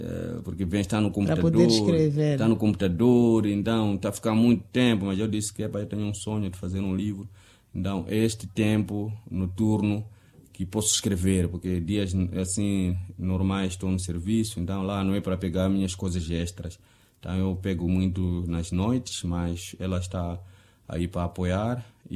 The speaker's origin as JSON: {"language": "Portuguese", "area": "Angónia", "region": "Tete", "country": "Mozambique", "tie": "born or raised there", "moved": "yes", "said": "Angônia. É lá onde eu cresci, é lá onde comecei a trabalhar, então é lá onde tenho meus amigos."}